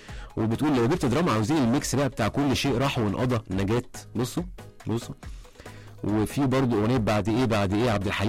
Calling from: Alexandria, Alexandria Governorate, Egypt; صباح الخير عليك يا صانع السعاده حسام. … من اسكندريه.

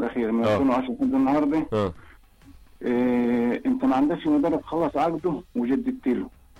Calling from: Kafr El Sheikh Governorate, Egypt; تبع مركز زوج بكفر الشيخ

